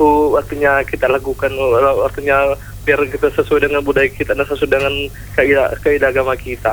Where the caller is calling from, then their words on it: South Sulawesi, Indonesia; kita sebagai orang Bugis Bone dan konteks sebagai anu bagi umat Islam